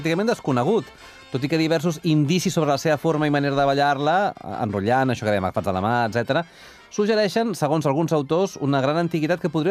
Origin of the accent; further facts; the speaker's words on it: Olesa de Montserrat, Catalonia, Spain; jo soc d'Olesa de Montserrat i feia ràdio a Olesa Ràdio, on després hi vaig treballar durant molts anys.